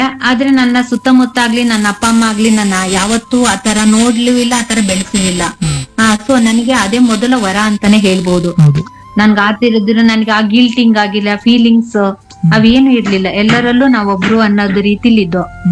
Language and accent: Kannada; Karnataka, India; born there; also born or lived in Mysore; 1-7 ನಾನು ಕಂಚುಗರ ಕಪ್ಪಲಲ್ಲಿ ಓದಿದ್ದು, 7th P U ನಮ್ಮ ಊರಿನ ಪಕ್ಕ 4 ಕಿಲೋಮೀಟರ್ ಕಿಸ್ತೂರ್ ಕಪ್ಪಲು. ನೆಕ್ಸ್ಟ್ 2 ಡಿಗ್ರಿ ಇನ್ನಾಗ ಕೆಆರ್ ನಗರದಲ್ಲೇ ಮಾಡಿದ್ದು.